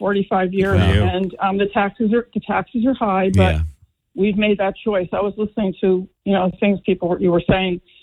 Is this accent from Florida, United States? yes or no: no; Highland Park, New Jersey, United States; also born or lived in New Brunswick, New Jersey; now in Milltown, United States; NJ lifer. Born in St. Peter's Hospital in New Brunswick. Grew up in Highland Park. Currently live in Milltown, New Jersey. Love it here.